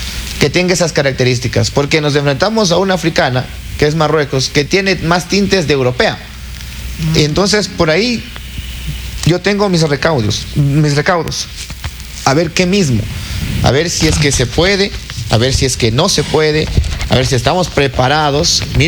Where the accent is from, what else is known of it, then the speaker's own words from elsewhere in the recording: Ecuador; Soy ecuatoriano